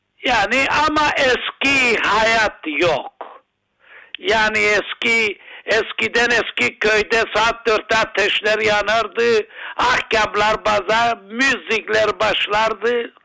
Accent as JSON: {"language": "Turkish", "region": "Larnaca District", "country": "Cyprus", "tie": "born there", "moved": "yes", "lives_now": "Yeni Boğaziçi (Ayios Sergios), Cyprus", "said": "Ben benim köyüm eski köyüm Aytotoru Yeni Boğaziçi. Şimdi benim yeni köyüm yeni Ayasergi Yeni Boğaziçi."}